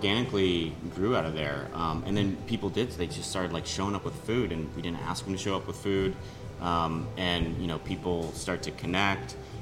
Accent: Midwest, United States; moved away; I'm from the Midwest

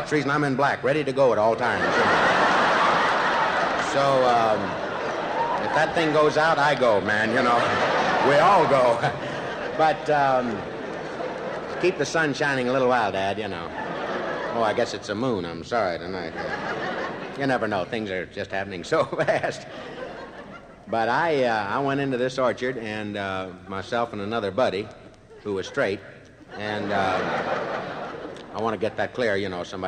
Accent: Ohio, United States; I'm from Ohio

